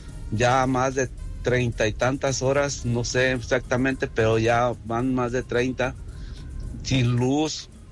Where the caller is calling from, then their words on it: Palmillas, Colima, Mexico; de Palmillas